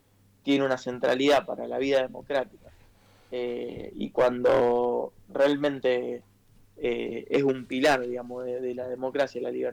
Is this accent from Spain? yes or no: no; Pavón Arriba, Santa Fe, Argentina; Soy de Pavón Arriba, un pueblo que queda a 40 kilómetros de Rosario.